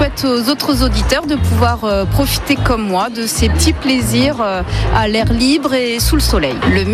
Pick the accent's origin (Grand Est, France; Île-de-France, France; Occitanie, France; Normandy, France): Normandy, France; Pontorson; Je suis de Pontorson.